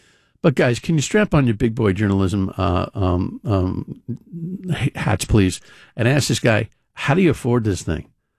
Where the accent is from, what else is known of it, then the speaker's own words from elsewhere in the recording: Flushing, New York, United States; also born or lived in Western Massachusetts; now in Rhode Island, United States; Christ, I'm from Flushing. You know, I came here from Western Mass, and one of the first things I did was try to learn the vernacular.